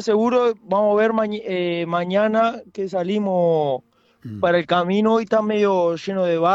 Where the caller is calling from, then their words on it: Concordia, Entre Ríos, Argentina; Soy acá de Concordia.